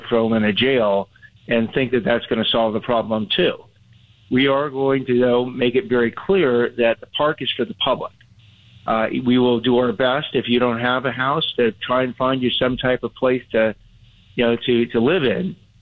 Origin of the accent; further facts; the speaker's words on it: Los Angeles, California, United States; I grew up in Los Angeles.